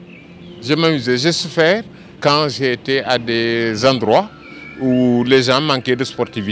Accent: Senegal; Je venais du Sénégal, très jeune, très joueur.

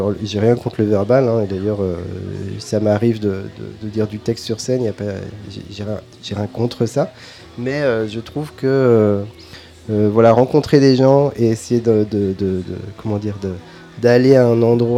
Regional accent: Belgium; Moi je viens de Belgique déjà.

